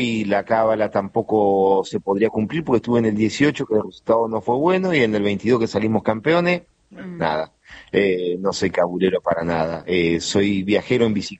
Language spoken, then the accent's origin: Spanish; Argentina; now in United States; esta fiesta del fútbol que tanto nos apasiona a los argentinos.